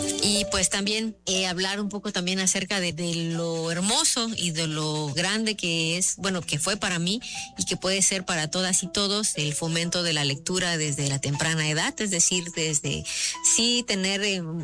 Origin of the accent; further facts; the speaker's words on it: Chiapas, Mexico; ella como oaxaqueña, yo como chiapaneca, pues compartimos este premio